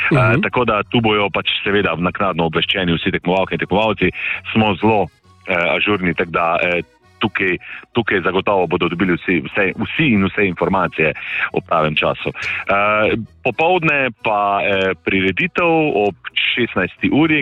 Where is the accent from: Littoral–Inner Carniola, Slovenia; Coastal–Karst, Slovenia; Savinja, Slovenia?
Savinja, Slovenia; Topolšica; born there; now in Šmartno ob Paki, Slovenia; v, bom rekel, mojem rojstnem kraju, Topolšici. In že prej, leta in leta nazaj, sem si želel eno tako tekmovanje pripeljati v moj kraj. Čeprav tam ne živim, živim zdaj v Šmartnem opaki, ampak vseeno, tam so moje korenine.